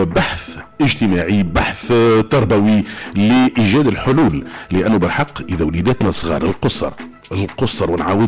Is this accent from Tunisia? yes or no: yes; Tunisia; احنا كمجتمع تونسي